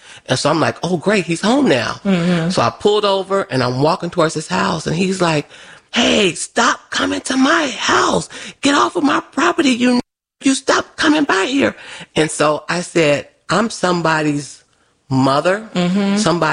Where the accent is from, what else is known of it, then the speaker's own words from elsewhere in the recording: West Pullman, Illinois, United States; That was actually my first real encounter with racism, because remember, I grew up in West Pullman.